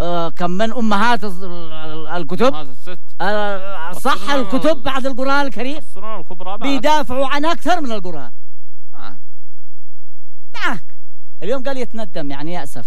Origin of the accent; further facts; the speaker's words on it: Yemen; احنا من اليمن